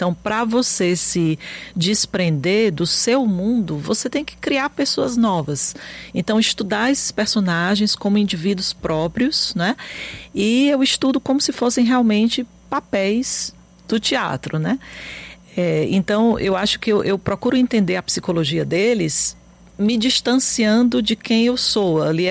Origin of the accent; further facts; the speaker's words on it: Fortaleza, Ceará, Brazil; born there; Eu nasci aqui em Fortaleza, né? Quer dizer, venho de uma tradição nordestina